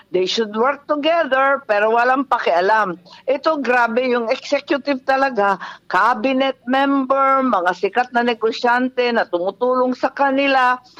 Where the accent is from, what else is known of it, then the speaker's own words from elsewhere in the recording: Ilocos Region, Philippines; Ang lapit sa Ilocos, mas malapit ang Kaohsiung kaysa sa Manila sa amin sa Ilocos.